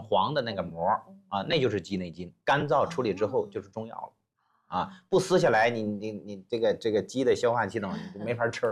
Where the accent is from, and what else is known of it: China